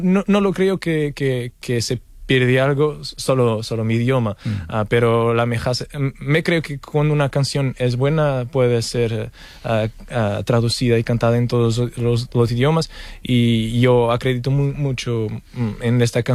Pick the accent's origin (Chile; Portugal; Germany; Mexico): Portugal; moved away; soy artista que soy hoy porque salí de Portugal, salí de mi tierra.